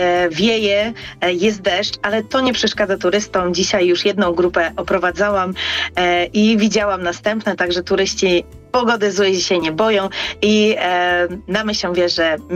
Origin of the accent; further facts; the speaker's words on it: Kruszwica, Kuyavian-Pomeranian Voivodeship, Poland; jestem z Kruszwicy